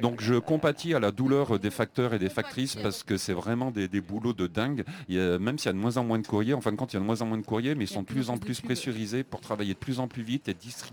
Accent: Valence, Auvergne-Rhône-Alpes, France; je suis originaire de Valence, dans la Drôme

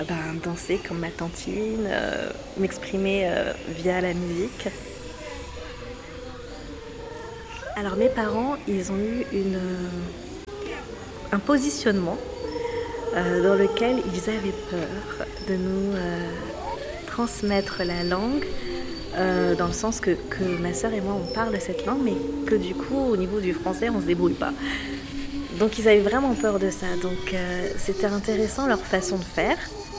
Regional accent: Montreuil, Île-de-France, France; born there; Je suis née ici, à Montreuil, et mes deux parents sont mauriciens.

